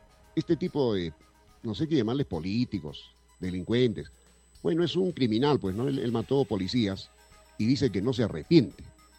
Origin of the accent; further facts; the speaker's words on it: Peru; Yo soy serrano